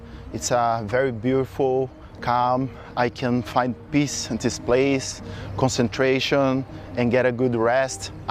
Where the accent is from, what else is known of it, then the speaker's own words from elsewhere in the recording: Brazil; moved away as an adult; now in Singapore; I grew up in Brazil playing soccer in the school